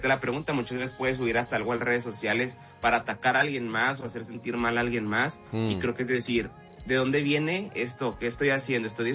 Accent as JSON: {"language": "Spanish", "town": "Ciudad Juárez", "region": "Chihuahua", "country": "Mexico", "moved": "as an adult", "lives_now": "El Paso, United States", "said": "Yo soy de Ciudad Juárez, y Ciudad Juárez está en frontera con El Paso, Texas"}